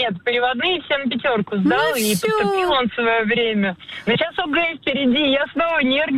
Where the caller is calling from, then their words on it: Moscow, Russia; Здравствуйте, только я из Москвы, но это маленькое уточнение.